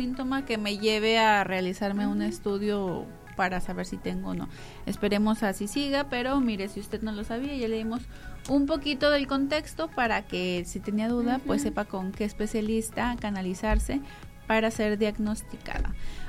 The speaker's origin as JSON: {"language": "Spanish", "country": "Mexico", "said": "Porque uh-huh. así somos los mexicanos."}